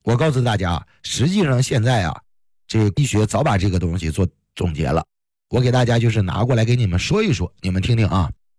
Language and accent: Chinese; China; 那咱是中国人呢，咱用中医的习惯呢怎么办？